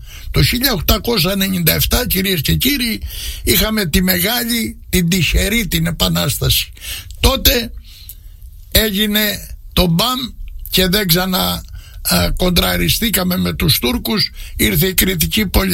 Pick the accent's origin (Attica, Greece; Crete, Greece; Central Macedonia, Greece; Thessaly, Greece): Crete, Greece; Heraklion; born there; also born or lived in Kyparisi; όταν ήρθαμε στο Ηράκλειο από το Κυπαρίσι το 1960 μέναμε σε μια οδό που ήταν ακριβώς δίπλα από το Πανάνιο νοσοκομείο, τη Μαυροθαλασσίτου